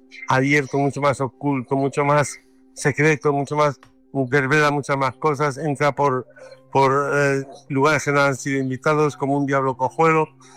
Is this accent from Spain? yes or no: yes; Alcalá de Henares, Community of Madrid, Spain; now in Madrid, Spain; Yo crecí en Alcalá de Henares